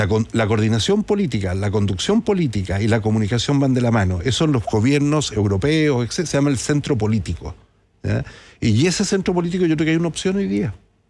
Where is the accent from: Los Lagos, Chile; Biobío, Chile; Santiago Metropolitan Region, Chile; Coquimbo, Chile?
Santiago Metropolitan Region, Chile; Santiago; No sé, yo soy de Santiago, pero me tocó visitar mucho las regiones cuando yo era autoridad.